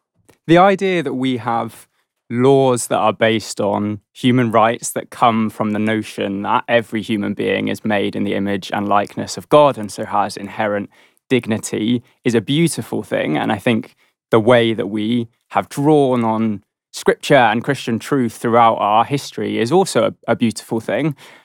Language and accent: English; England, United Kingdom; I love being English.